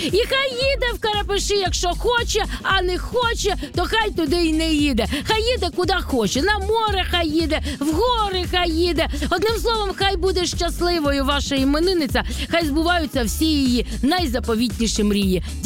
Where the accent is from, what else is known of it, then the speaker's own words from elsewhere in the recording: Kyiv, Ukraine; Славетний, незламний, український, мій рідний Київ.